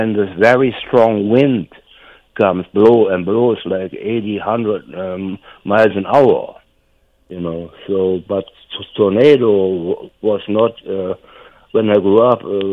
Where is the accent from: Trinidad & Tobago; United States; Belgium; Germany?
Germany; North Rhine-Westphalia; I grew up in North Rhine-Westphalia.